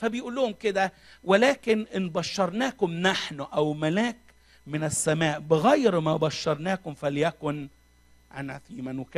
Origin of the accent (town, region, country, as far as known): Egypt